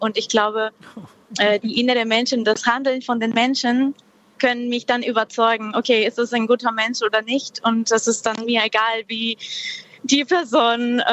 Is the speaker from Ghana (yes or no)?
no; north, Peru; komme ursprünglich aus Peru. Ich bin im Norden von Peru aufgewachsen und da gab es sehr viel Natur.